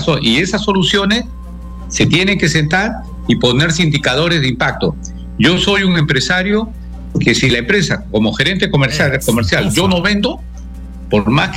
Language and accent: Spanish; Peru; todos somos peruanos, no es porque nacimos en una ciudad más lejos, no.